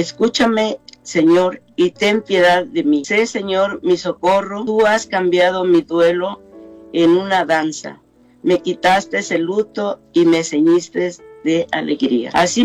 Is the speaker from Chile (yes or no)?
no; Acapulco, Guerrero, Mexico; Soy de Acapulco, Guerrero, de un pueblito que se llama Ejido Nuevo.